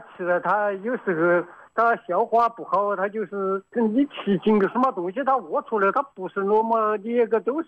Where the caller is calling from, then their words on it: Jingmen, Hubei, China; 我是荆门市麻多的区麻城镇的人